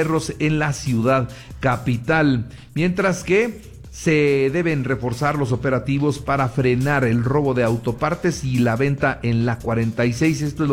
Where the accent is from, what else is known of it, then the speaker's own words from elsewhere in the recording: Mexico; Se me hace muy grave que como mexicanos no encontremos en las instituciones de seguridad de nuestro país, no encontramos ahí respaldo